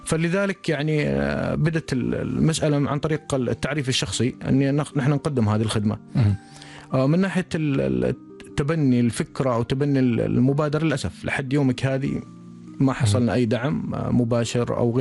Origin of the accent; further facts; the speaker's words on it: North Al Sharqiyah, Oman; moved away as an adult; now in Muscat, Oman; أنا الأساس أنا انطلقت من الشرقية بالذات من شمال الشرقية وانتقلت إلى مسقط في الفترات الأخيرة في 5 سنوات الأخيرة،